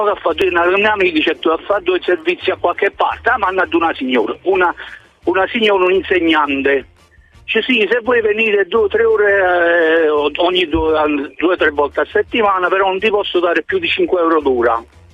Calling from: Naples, Campania, Italy; da Napoli.

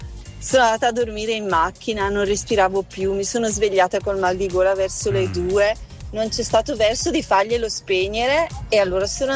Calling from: Brescia, Lombardy, Italy; da Brescia.

